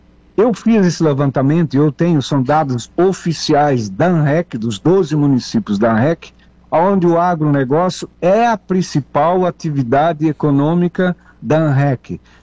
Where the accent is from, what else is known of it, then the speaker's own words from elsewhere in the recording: Forquilhinha, Santa Catarina, Brazil; Eu me lembro na minha infância, lá na Forquilinha, o pessoal tirava o leite e levava lá para a Palhoça para refrigerar o leite